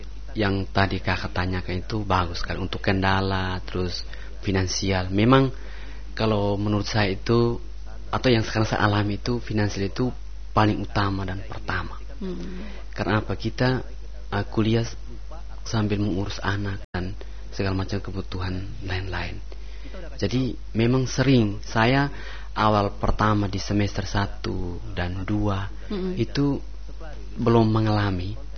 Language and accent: Indonesian; Belu, East Nusa Tenggara, Indonesia; Jadi kami dari Belu ini ada sekitar 18 orang ya, kalau setiap saat tercatat untuk PGSD.